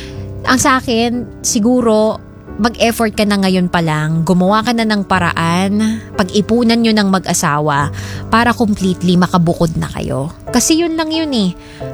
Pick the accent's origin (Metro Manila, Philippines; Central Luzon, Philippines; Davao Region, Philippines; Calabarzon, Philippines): Central Luzon, Philippines; Malolos; sa amin sa Malolos, sa may Bulacan